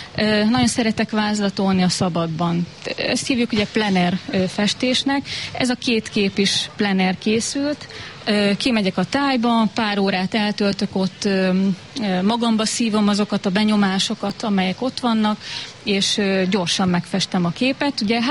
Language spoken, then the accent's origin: Hungarian; Szolnok, Jász-Nagykun-Szolnok, Hungary; born there; az alföldi festészet képviselői mindenképpen hatottak rám, és én mindig azt mondom, hogy nem hiába születtem oda, ahova születtem.